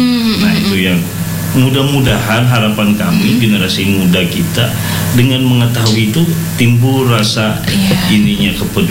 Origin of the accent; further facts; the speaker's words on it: South Kalimantan, Indonesia; Teks itu adalah sumpah janji kita orang Hulu Sungai Selatan khususnya menyatakan bahwa kami adalah bagian dari Negara Kesatuan Republik Indonesia.